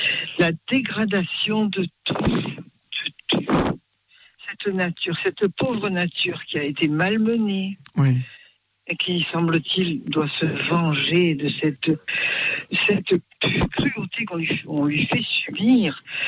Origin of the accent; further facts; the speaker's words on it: Poitiers, Nouvelle-Aquitaine, France; now in Marseille, France; Je suis née non-voyante. Je suis native de Poitiers.